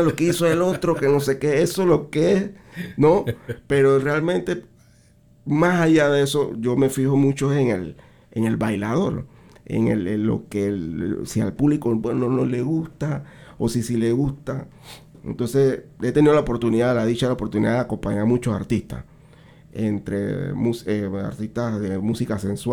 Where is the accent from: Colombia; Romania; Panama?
Panama